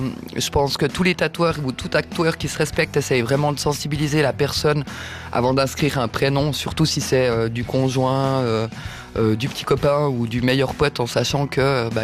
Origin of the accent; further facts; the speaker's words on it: Fribourg, Switzerland; moved away as an adult; now in Vaud, Switzerland; je viens de la Gruyère.